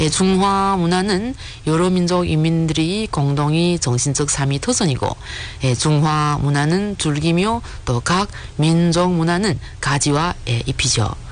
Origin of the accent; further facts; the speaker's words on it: Yanbian, Jilin, China; 여기서 우리는 모두 연변 사람이고